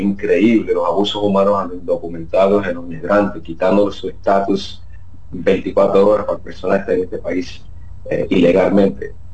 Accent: Dominican Republic; yo me siento tan dominicano como el dominicano que nació allá, yo soy ciudadano dominicano con cédula

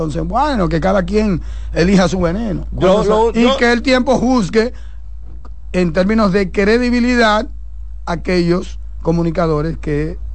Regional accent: Dominican Republic; ¿Qué yo desearía como dominicano?

